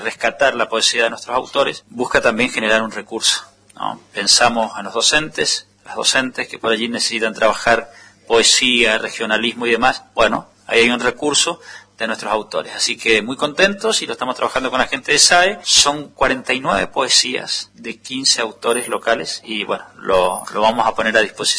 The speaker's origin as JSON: {"language": "Spanish", "town": "Bardas Blancas", "region": "Mendoza", "country": "Argentina", "said": "Yo soy de Bardas Blancas."}